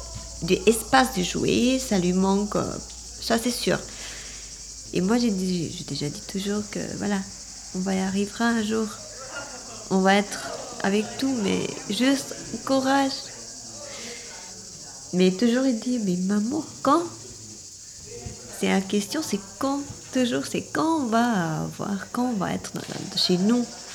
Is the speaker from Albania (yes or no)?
yes; Albania; French is a second language; now in France; Oui, mais je suis venue de l'Albanie.